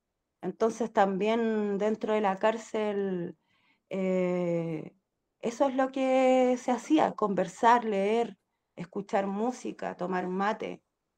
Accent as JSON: {"language": "Spanish", "town": "Peumo", "region": "O'Higgins", "country": "Chile", "tie": "born there", "said": "Yo, una familia numerosa, nací en Peum, un pueblo chico con una cana en el medio del pueblo."}